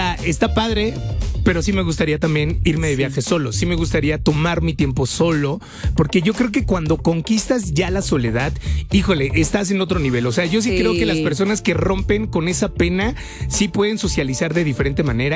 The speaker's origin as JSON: {"language": "Spanish", "town": "Xalapa", "region": "Veracruz", "country": "Mexico", "also_born_or_lived": "Puebla", "moved": "as an adult", "said": "cuando me fui a vivir a Puebla. Yo soy de Jalapa, Veracruz, me fui a vivir solo"}